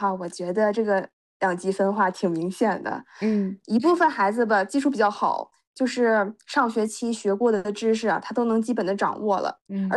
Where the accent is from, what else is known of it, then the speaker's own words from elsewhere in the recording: northern China, China; 它贵州这边的是跟咱们北方不太一样的